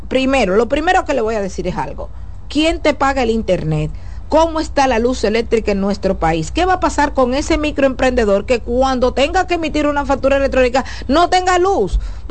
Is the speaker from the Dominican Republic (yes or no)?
yes; Dominican Republic